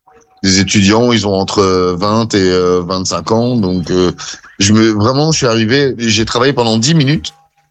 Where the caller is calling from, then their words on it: Wavre, Wallonia, Belgium; J'habite à Wavre, donc en Belgique